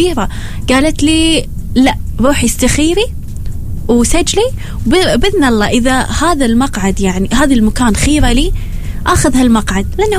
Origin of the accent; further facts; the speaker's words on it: Kuwait; moved away as an adult; now in Oman; يعني كنت بالكويت، يعني إحنا غالبا بالكويت ما عندنا جبال، ما عندنا أودية، غالبا بس مولات. مطاعم، ما عندنا هالأشياء. فأول ما جيت عمان بالبداية بكل صراحة كنت أقارنها بالكويت